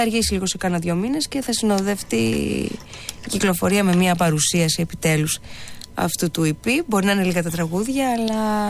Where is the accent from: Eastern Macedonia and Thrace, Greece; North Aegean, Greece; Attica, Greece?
North Aegean, Greece; Ikaria; είμαστε εγώ από την Ικαρία, εκείνος από την Κρήτη.